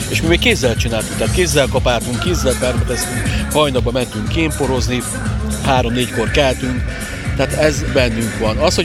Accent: Eger, Heves, Hungary; én egri származású vagyok, felnémeti.

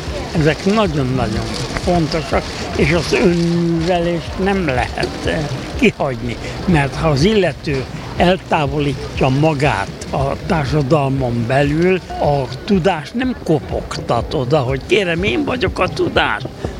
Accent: Gávavencsellő, Szabolcs-Szatmár-Bereg, Hungary; moved away; És én mivel cigány kunyhóból jöttem, cigányokkal együtt laktam, egy olyan településen, nevét is megnevezem természetes, mert büszke vagyok rá, Szabolcs-Szatmár megyéből

